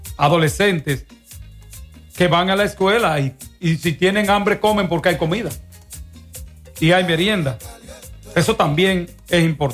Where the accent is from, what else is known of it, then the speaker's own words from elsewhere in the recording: Dominican Republic; yo me siento como dominicano satisfecho